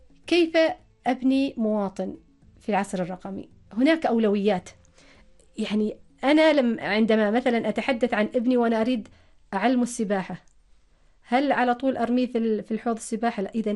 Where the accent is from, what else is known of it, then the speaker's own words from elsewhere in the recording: Oman; أنا مثلا كعماني كمسلم